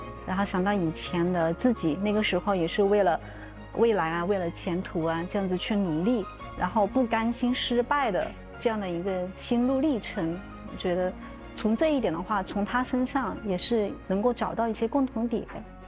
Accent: China; 我自己作为一个中国人

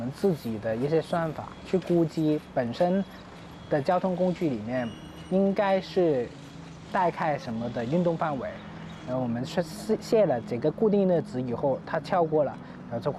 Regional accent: Hong Kong; now in Shenzhen, China; 我们刚从香港过来深圳，很多时候人生路不熟

